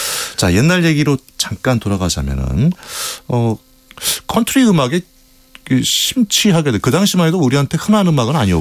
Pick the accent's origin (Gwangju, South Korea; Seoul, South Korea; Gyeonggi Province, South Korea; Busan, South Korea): Gyeonggi Province, South Korea; Pyeongtaek; 저도 고향이 경기도 그 송탄 평택인데